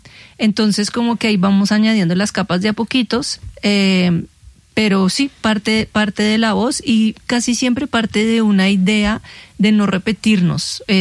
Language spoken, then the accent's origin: Spanish; Bogotá, Bogotá Capital District, Colombia; pero al final nosotras somos de Bogotá, somos de clima frío.